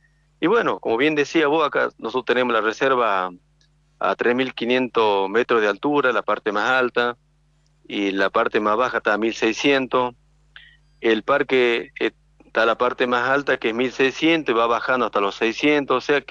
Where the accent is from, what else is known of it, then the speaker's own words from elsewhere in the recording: Los Toldos, Salta, Argentina; Yo le podría comentar porque tengo la suerte de ser de acá del lugar. Soy del Perú Toldo.